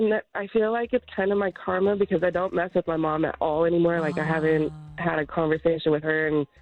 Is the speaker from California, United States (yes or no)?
yes; California, United States; I'm from Northern California.